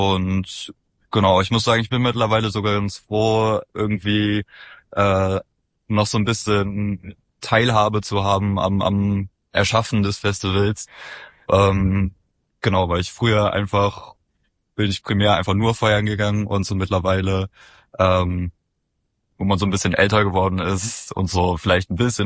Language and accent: German; Halle, Saxony-Anhalt, Germany; Ja, wir sind auch aus Halle